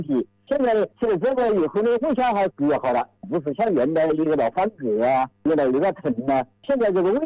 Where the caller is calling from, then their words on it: Qianjiang, Hubei, China; 我是潜江渔的。